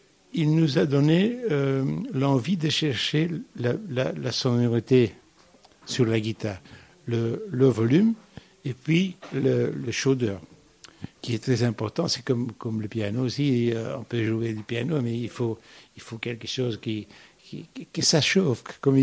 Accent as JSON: {"language": "French", "country": "Belgium", "said": "je suis belge, mais je suis en dehors"}